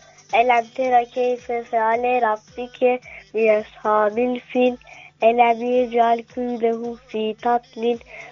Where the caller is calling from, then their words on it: Izmir, İzmir, Turkey